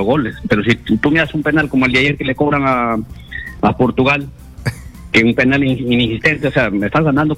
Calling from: Peru; hay que ser como buen peruano, buen ganador y buen perdedor.

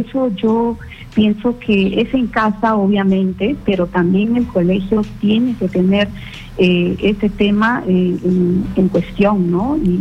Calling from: Chaclacayo, Lima, Peru; De Chaclacayo, ….

